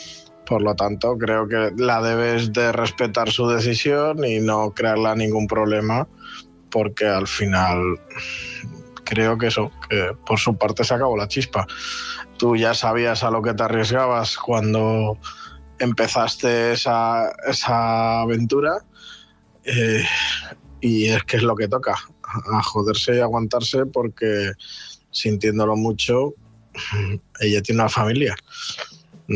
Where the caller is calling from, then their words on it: Palencia, Castile and León, Spain; Llamo desde Palencia